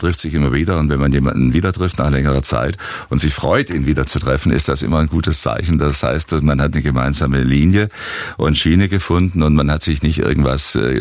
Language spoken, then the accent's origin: German; Stuttgart, Baden-Württemberg, Germany; moved away as an adult; now in Cologne, Germany; mich zieht es weg, leider von Stuttgart aus Baden-Württemberg, meiner Heimat, ins schöne Rheinland. Da werde ich also künftig wohnen in Köln.